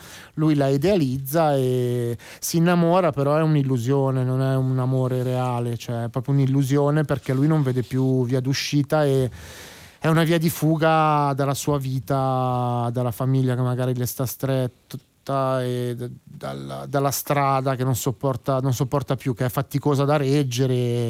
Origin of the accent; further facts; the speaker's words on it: Brianza, Lombardy, Italy; noi da ragazzini in Lombardia, in Brianza